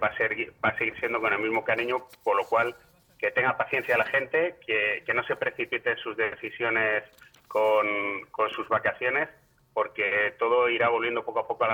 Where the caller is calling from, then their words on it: Ávila, Castile and León, Spain; No, yo no estoy en Ávila, me ha pillado fuera